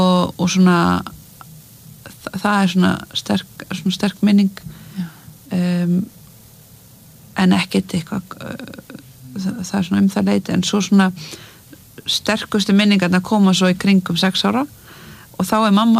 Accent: Mosfellsbær, Capital Region, Iceland; Já, ég elst upp í Mosús bæ með mömmu og, þarna, og eldri bróður mínum

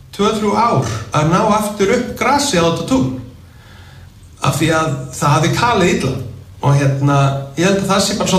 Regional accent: Northwestern Region, Iceland; Ég man eftir túnunum í Skagafirði, þegar ég ólst upp í Skagafirði

